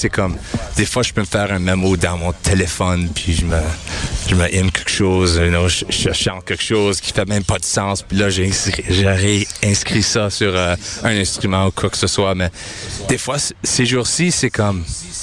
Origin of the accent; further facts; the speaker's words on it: Winnipeg, Manitoba, Canada; On est des Winnipegois, hein?